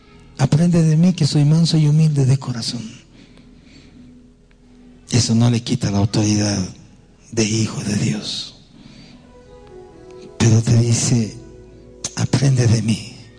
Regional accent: Bolivia; Somos igual bolivianos.

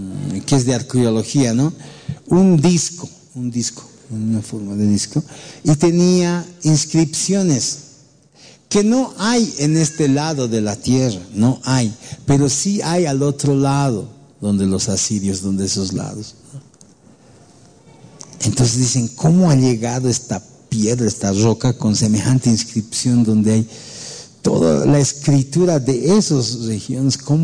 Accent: Bolivia

